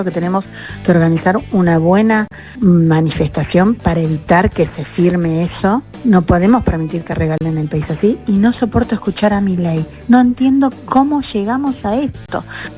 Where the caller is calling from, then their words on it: Lanús, Buenos Aires Province, Argentina; de Lanús.